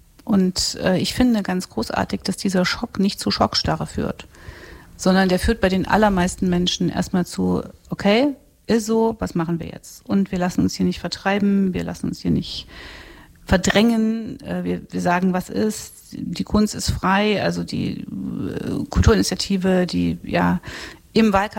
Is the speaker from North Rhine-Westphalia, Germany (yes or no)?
no; Thuringia, Germany; Also ich habe ganz lange für den Erhalt der Theater in den 90ern gekämpft in meinem Heimatland Thüringen, weil da irgendwie, wir haben quasi auf jedem Hügel ein Theater